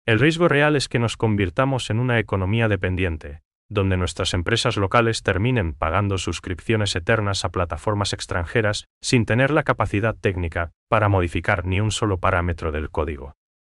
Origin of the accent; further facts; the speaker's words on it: Paraguay; esa calidez que nos identifica como paraguayos.